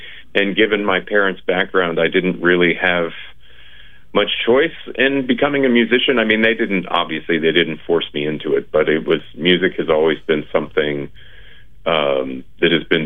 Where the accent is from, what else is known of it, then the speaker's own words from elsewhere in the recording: Fairfield, Connecticut, United States; I grew up in Fairfield, Connecticut, started piano when I was age six.